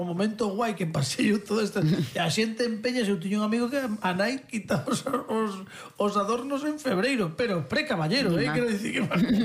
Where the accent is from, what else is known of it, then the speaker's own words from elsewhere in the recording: Vigo, Galicia, Spain; Digo, eu son de Vigo, de toda...